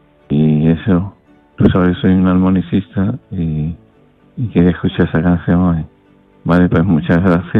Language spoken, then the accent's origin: Spanish; Seville, Andalusia, Spain